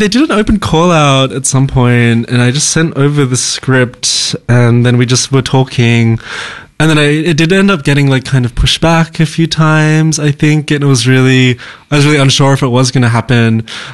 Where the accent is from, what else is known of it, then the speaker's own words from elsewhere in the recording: Australia; I'm Chinese Australian.